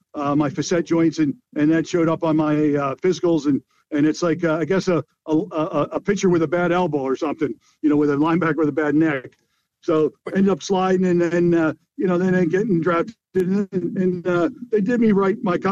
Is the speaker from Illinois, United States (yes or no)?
yes; Chicago, Illinois, United States; I really didn't know much about, you know, the Eagles growing up in Chicago, NFC Central. I was growing up as a Bears fan here.